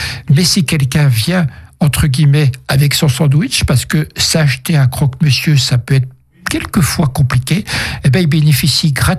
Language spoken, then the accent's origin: French; Luxeuil-les-Bains, Bourgogne-Franche-Comté, France; moved away as an adult; je suis né à Luxeuil-les-Bains, hein, c'est ma ville d'origine, c'est la ville où j'ai passé mes 20 premières années